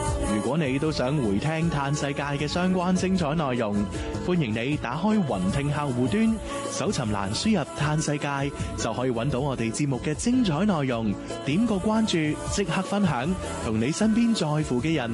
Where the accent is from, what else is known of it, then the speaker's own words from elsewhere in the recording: Guangdong, China; 你知我哋广东人噶啦，我哋食海鲜咧就系、是、我要最简单嘅嗰个做法啊，清蒸啊